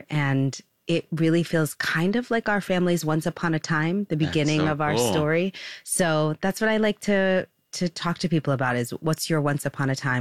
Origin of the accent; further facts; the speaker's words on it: Bronx, New York, United States; And I think one of the biggest gifts for me growing up on Pugsley Avenue was that pool in the center of Jamie Towers. I grew up at that pool.